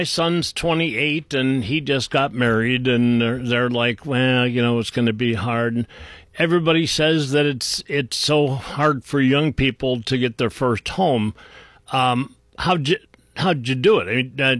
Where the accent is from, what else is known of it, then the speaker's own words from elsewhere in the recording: Willowick, Ohio, United States; I grew up in Willowick.